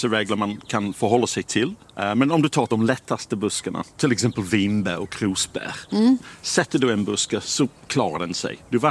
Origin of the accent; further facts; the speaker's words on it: England, United Kingdom; Swedish is a second language; now in Sweden; För att jag tänkte när jag var fortfarande engelsman. Nu är jag skåning i alla fall. Jag tror att jag blir svensk också.